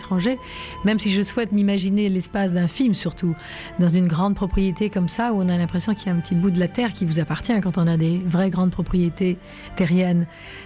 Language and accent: French; Paris, Île-de-France, France; Et parisienne.